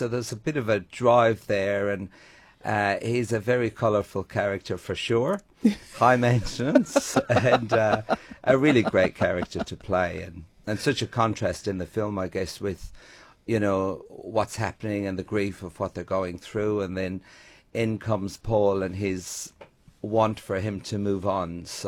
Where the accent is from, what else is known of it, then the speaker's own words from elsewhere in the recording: County Limerick, Ireland; also born or lived in Galway; Well, I lived in Galway, actually. So, you know, I'm from County Limerick, and I've been here for about 21 years now